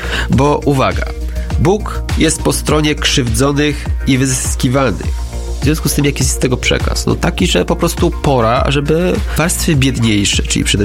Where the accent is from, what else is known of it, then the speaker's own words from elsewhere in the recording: Rzeszów, Subcarpathian Voivodeship, Poland; u nas na Podkarpaciu, w Rzeszowie